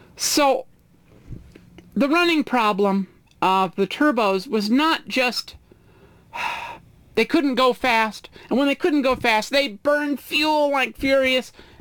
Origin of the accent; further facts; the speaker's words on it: the West, United States; I'm from the West.